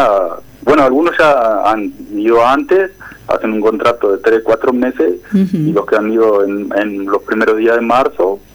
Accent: Uruguay; Pero nosotros como uruguayos siempre...

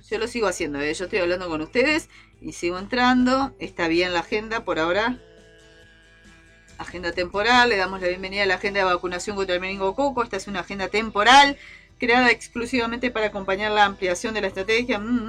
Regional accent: Pando, Canelones, Uruguay; Yo soy de Pando

